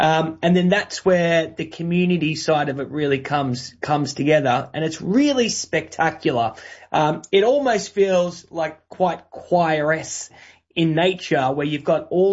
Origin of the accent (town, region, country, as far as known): Australia; now in London, United Kingdom